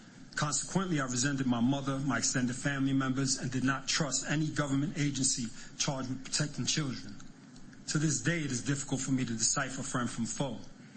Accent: New York City, New York, United States; born or raised there; also born or lived in Santurce, Puerto Rico

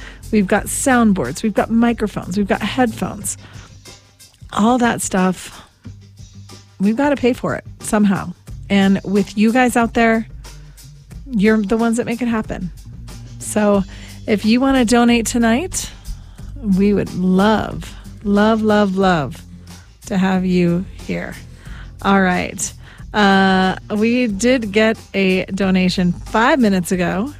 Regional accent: California, United States; moved away; I grew up in Southern California

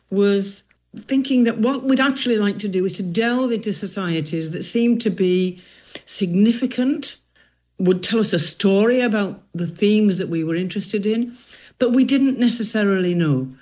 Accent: England, United Kingdom; I'm English, I'm white

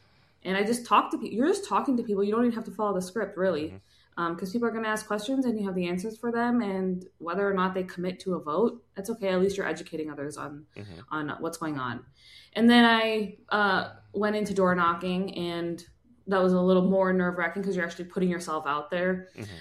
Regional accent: Michigan, United States; this is my home state.

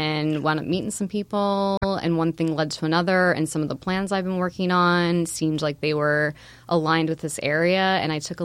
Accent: Lancaster, Pennsylvania, United States; I born and raised in Lancaster, Pennsylvania. So for those who don't know where that is, it's kind of south central towards the east side of Pennsylvania.

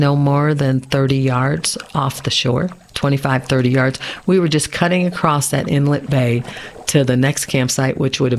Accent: Detroit, Michigan, United States; I'm from the Detroit area. So this is new for the girl from the Motown City there.

